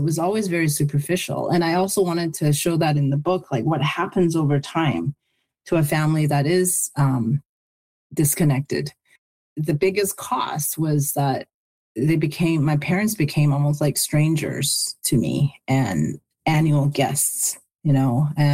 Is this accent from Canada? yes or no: yes; Canada; to happen from my growing up in, you know, Canada, and then being like sort of parachuted back into my hometown felt very jarring.